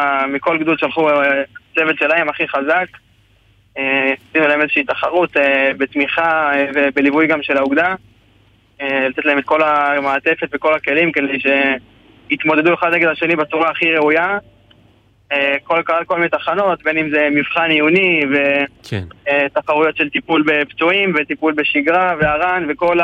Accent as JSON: {"language": "Hebrew", "town": "Jerusalem", "region": "Jerusalem District", "country": "Israel", "said": "אני מירושלים, אני בן 22"}